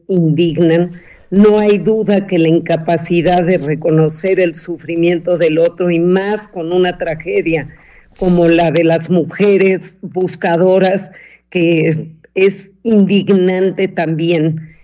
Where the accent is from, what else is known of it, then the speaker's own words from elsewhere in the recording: Mexico; Como mexicanos, lo vemos todo el tiempo.